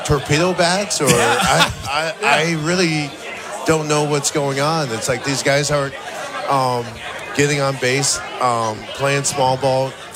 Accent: Orlando, Florida, United States; also born or lived in Kansas; I grew up in Orlando, went to Tinker Field

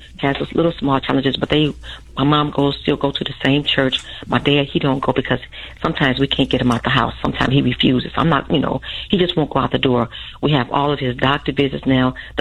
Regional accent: Chicago, Illinois, United States; We grew up in the LeClaire Courts, where everybody, it's a project, where everybody basically worked.

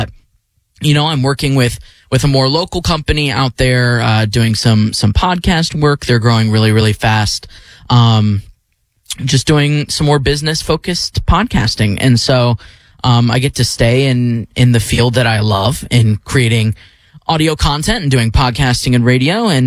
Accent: Indianapolis, Indiana, United States; now in Washington, United States; I'm moving out to my hometown, Indianapolis.

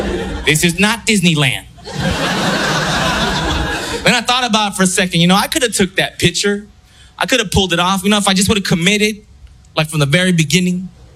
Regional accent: Philippines; I'm Filipino.

